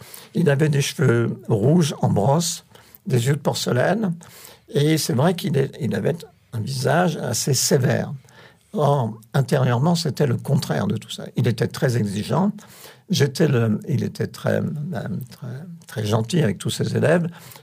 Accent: Grand Est, France; moved away; moi, je vis en Champagne.

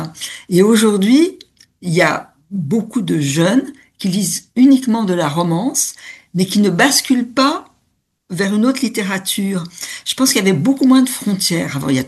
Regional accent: Paris, Île-de-France, France; une fille de la rive gauche, mais aussi enfin, de la campagne, parce qu'il y a, dans mon enfance, j'étais beaucoup à Grosroux, qui est pas loin de Montfort-l'Amaury

